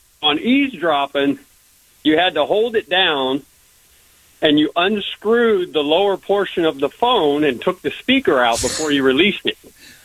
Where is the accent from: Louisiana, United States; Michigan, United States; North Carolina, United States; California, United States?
California, United States; Sacramento; I grew up in South Sacramento.